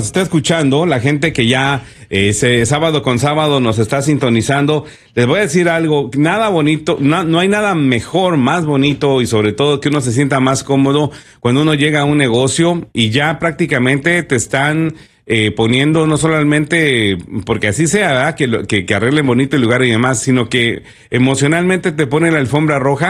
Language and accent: Spanish; Oaxaca, Mexico; moved away; me recuerda a mi tierra, por eso me recuerda a Oaxaca